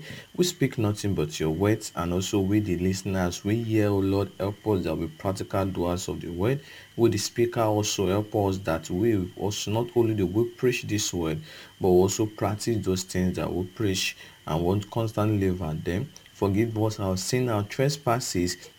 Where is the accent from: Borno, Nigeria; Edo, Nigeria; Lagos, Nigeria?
Edo, Nigeria; Okada; from Okada Town, Edo State, Nigeria